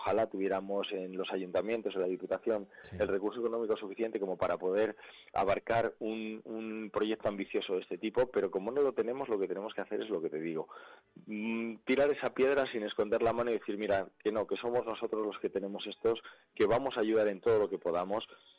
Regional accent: Soria, Castile and León, Spain; somos de Soria y somos por algo.

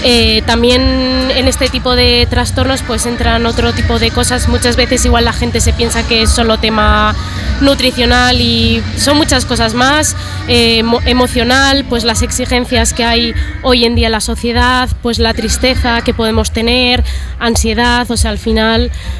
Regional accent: Bilbao, Basque Country, Spain; yo no resido aquí en Burgos, yo soy de Bilbao

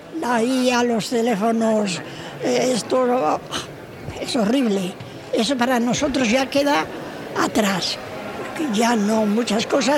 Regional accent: Mayorga de Campos, Castile and León, Spain; Sí, vivo en Valladolid, pero soy de Manchealegre y de Campos.

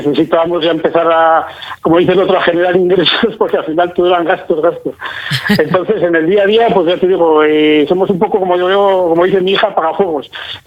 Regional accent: Pradoluengo, Castile and León, Spain; Somos de aquí, de Pueblo Natal, somos de Natales de Pradoluengo

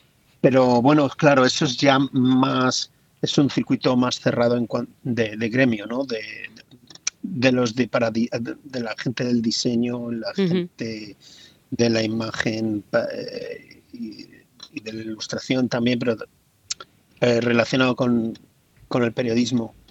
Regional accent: Valladolid, Castile and León, Spain; moved away as an adult; now in Hong Kong; yo soy de Valladolid, me he criado en Valladolid, he vivido prácticamente toda la vida en Valladolid, he estudiado en la Escuela de Arte de Valladolid, estudié precisamente ilustración

